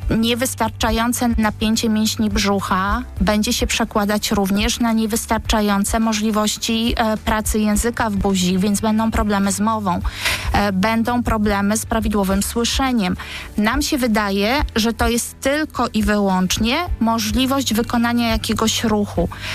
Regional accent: Gdynia, Pomeranian Voivodeship, Poland; Ja jestem z Gdyni, więc łatwiej mi operować takimi rejonami właśnie Gdyni.

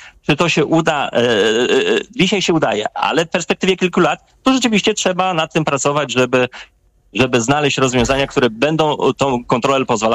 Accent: Hel, Pomeranian Voivodeship, Poland; tutaj u nas w Helu

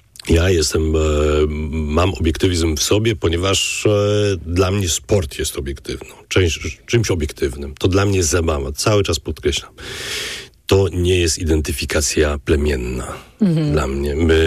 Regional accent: Warsaw, Masovian Voivodeship, Poland; Ja wychowywałem się na Targówku przez parę lat jeszcze nie było boisk, więc graliśmy gdzie tylkokolwiek się dało, dopóki było widać piłkę.

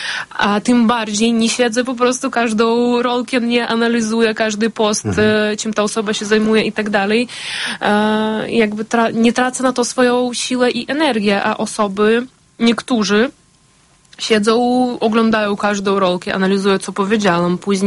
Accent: Ukraine; Polish is a second language; moved away as an adult; also born or lived in United States; now in Poland; bo jestem Ukrainką.

